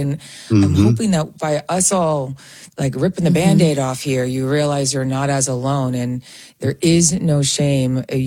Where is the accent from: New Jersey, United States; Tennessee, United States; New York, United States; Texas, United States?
New York, United States; accent: Long Island; Super Long Island girl. I sense my Long Island accent.